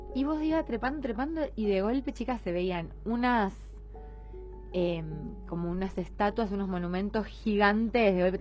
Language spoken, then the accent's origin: Spanish; Buenos Aires, Argentina; yo soy de Buenos Aires, entonces Liniers está cerca. No, pero es en Buenos Aires.